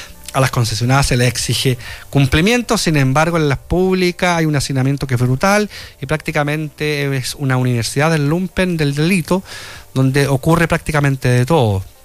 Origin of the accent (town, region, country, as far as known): Chile